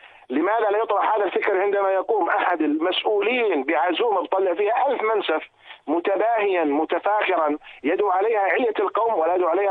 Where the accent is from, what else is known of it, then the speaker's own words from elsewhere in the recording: Jordan; وهذا حسب الدراسات عندنا في الأردن يحتاج إلى 120 دينار في الشهر